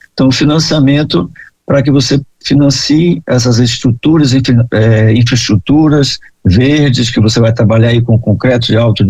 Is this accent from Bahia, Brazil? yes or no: yes; Bahia, Brazil